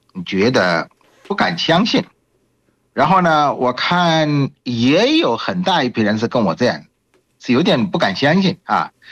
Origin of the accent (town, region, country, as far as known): Bangladesh; Chinese is a second language